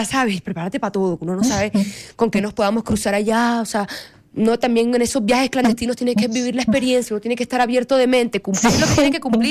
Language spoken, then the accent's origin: Spanish; Barranquilla, Atlántico, Colombia; de barranquillera a barranquillera.